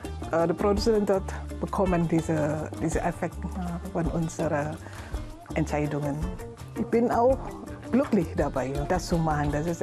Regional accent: Indonesia; German is a second language; moved away as an adult; now in Chemnitz, Germany; Ich komme ursprünglich aus Indonesien. Ich bin seit 2004 in Chemnitz

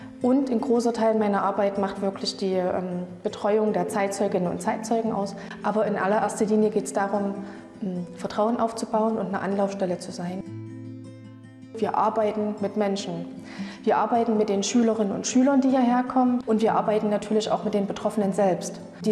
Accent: Saxony, Germany; Ich bin 1987 geboren. Ich komme aus dem Südraum von Leipzig.

